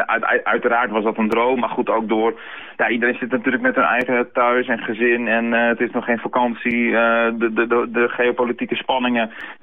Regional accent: Netherlands; dat wij als Hollanders zeg maar dat bij het Oranje gevoel konden integreren.

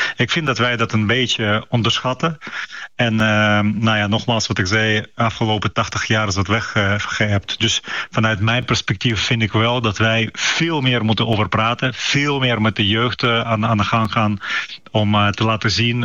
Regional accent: Ukraine; now in Netherlands; omdat ik uit Oekraïne kom.

